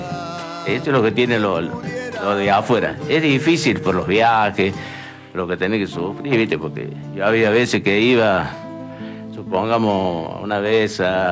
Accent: Tinoco, Córdoba, Argentina; yo soy de Tinoco

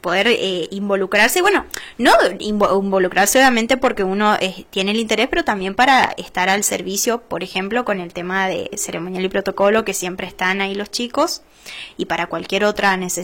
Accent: Argentina; muy agradecida de poder estar haciéndolo en mi ciudad natal, que bueno, que esa es Peña

